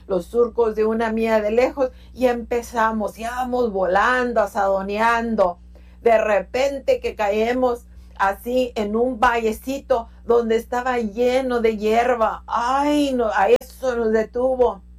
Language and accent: Spanish; United States; born there; mis padres y nosotros todos somos estadounidenses, nacimos aquí en Estados Unidos